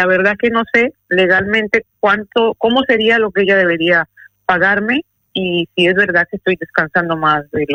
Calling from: Madrid, Community of Madrid, Spain; Estoy llamando desde Madrid.

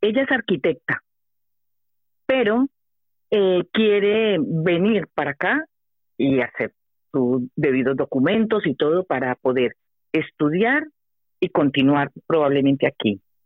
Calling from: Pamplona, Navarre, Spain; de Pamplona.

